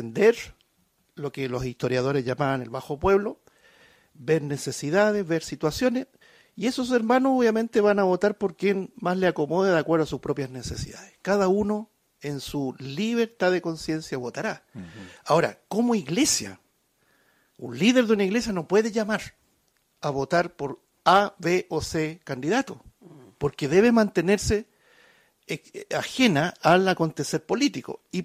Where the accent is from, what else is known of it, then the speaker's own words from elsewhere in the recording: Chile; born there; somos chilenos, nacimos aquí, pero en el reino de Cristo no estamos aquí